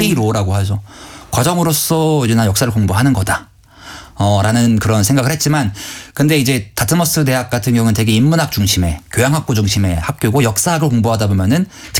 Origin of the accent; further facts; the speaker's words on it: Gangwon, South Korea; 근데 그 중에 강원도 출신이 저밖에 없는 겁니다.